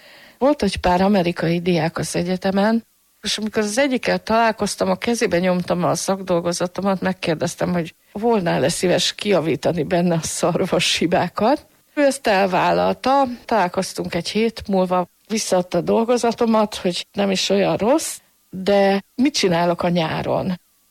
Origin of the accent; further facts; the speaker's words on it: Salgótarján, Nógrád, Hungary; born there; also born or lived in Budapest; A szüleim Salgótarjánban kaptak állást a ruhagyárnál, mind a ketten. Ez a város nem a katolikus hitéről híres, vallásos nevelést nem kaptam.